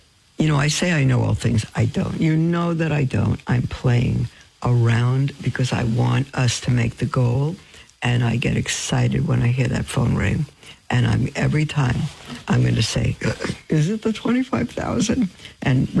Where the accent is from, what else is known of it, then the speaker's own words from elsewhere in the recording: Brooklyn, New York, United States; born there; because I was born in Brooklyn, and because I have not just Jewish chutzpah, but now fulfilled Jewish chutzpah